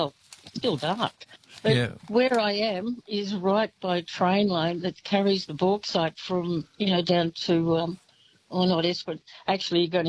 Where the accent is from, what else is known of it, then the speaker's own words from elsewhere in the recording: Mount Taylor, Victoria, Australia; And I'm from Mount Taylor over in Far East Gippsland.